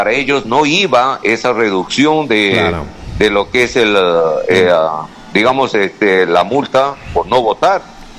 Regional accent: Peru; como ciudadano y también como peruano.

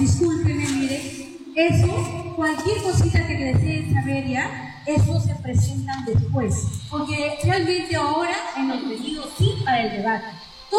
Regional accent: Peru; los peruanos somos peruanos

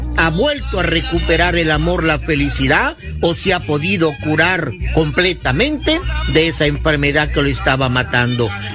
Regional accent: Huancabamba, Piura, Peru; Allí en mi tierra, en Huancabamba, casi en todas las familias existe el curanderismo, porque el curanderismo lo llevamos como una herencia, como una tradición en muchas familias allá en mis tierras, en las Guaringas de Huancabamba.

